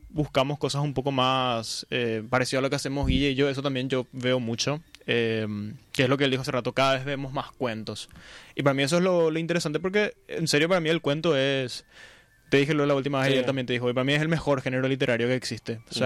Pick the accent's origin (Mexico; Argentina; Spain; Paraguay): Paraguay